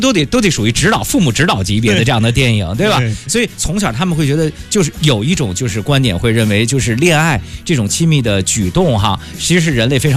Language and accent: Chinese; China; 我们中国人